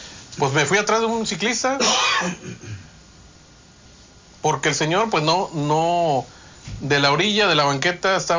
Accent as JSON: {"language": "Spanish", "town": "Ciudad Victoria", "region": "Tamaulipas", "country": "Mexico", "said": "los que somos de aquí de Victoria"}